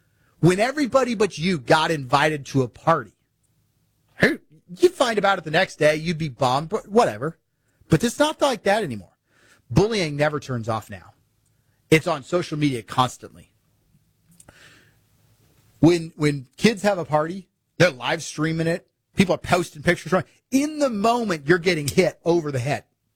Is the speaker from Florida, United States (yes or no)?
no; Missouri, United States; I'm from Missouri.